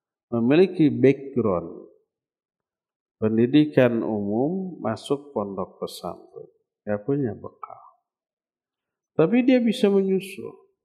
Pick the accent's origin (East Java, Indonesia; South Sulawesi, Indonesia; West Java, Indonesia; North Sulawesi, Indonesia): West Java, Indonesia; Bandung; Dulu saya dari SMA, SMA favorit di Bandung